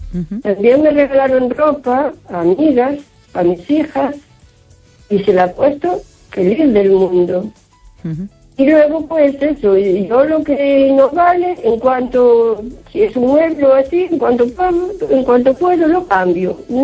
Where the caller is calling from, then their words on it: Carballiño, Galicia, Spain; de Carballiño.